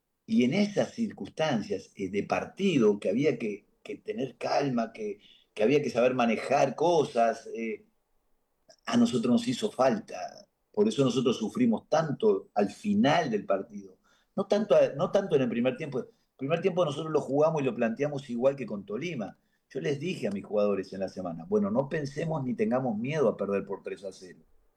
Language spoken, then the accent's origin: Spanish; Uruguay; soy uruguayo, imagínate. No crecí en las Carmelitas descalzas